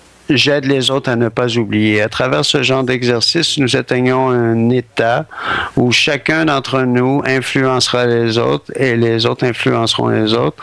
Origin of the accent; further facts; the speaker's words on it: Toronto, Ontario, Canada; de Toronto, une autre personne de Toronto.